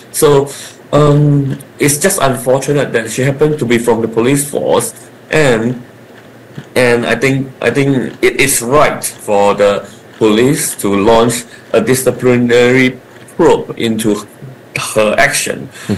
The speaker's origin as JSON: {"language": "English", "country": "Malaysia", "said": "people might think that whatever I'm saying now is because I'm Malaysian, I'm trying to defend a Malaysian."}